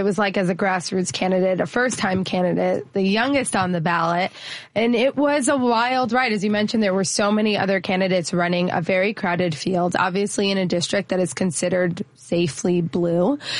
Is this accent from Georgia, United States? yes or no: no; Chicago, Illinois, United States; born or raised there